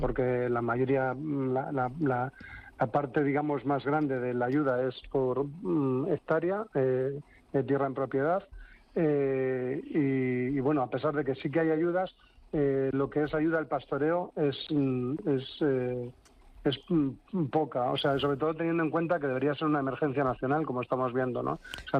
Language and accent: Spanish; Valladolid, Castile and León, Spain; born there; moved away as an adult; now in Extremadura, Spain; yo soy hijo de migrantes, mis padres sí que vivieron en el campo y yo nací en una ciudad, en Valladolid, y bueno, pues mi intención era volver al pueblo de mi familia en cuanto pudiera.